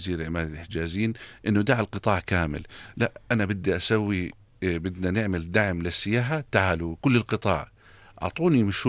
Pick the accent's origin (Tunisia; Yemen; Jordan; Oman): Jordan; إحنا عندنا تاريخ سيدنا موسى له تاريخ طويل في الأردن